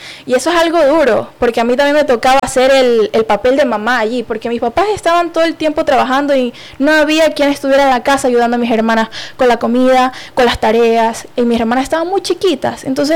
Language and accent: Spanish; Manta, Manabí, Ecuador; aquí a Manabí, a Manta, que para ser la alegría de mi pueblo y de mi gente.